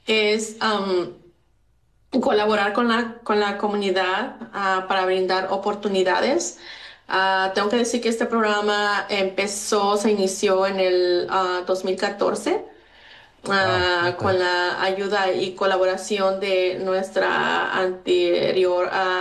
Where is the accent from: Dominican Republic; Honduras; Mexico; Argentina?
Mexico; Oaxaca; moved away as an adult; also born or lived in Mexico City; now in United States; Nací en la Ciudad de México, después cuando era pequeña me moví, mi madre se movió a la Ciudad de Oaxaca y ahí crecí con raíces. Pues me siento muy, muy oaxaqueña.